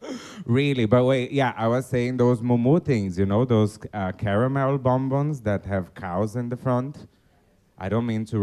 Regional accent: Brazil; I'm like, bitch, I'm from Brazil. I'm like, take a flight.

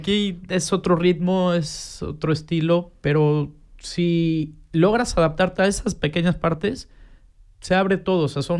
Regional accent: Mexico; moved away; Como mexicano estoy muy acostumbrado al, ahí nos vemos y llegas.

